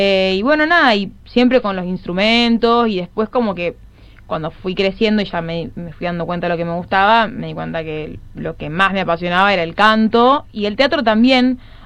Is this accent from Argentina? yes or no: yes; Rosario, Santa Fe, Argentina; yo nací acá en Rosario. Toda la vida siempre viví más en lo que fue zona Abasto. Viví ahí en un departamento